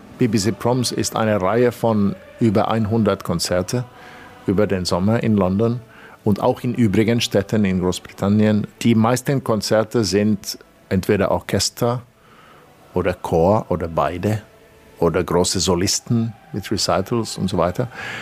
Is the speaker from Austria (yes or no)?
no; Finland; German is a second language; moved away as an adult; now in England, United Kingdom; für mich als Finne